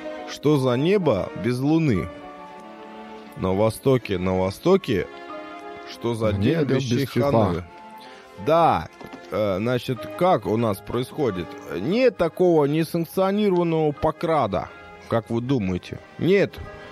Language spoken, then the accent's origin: Russian; Kazakhstan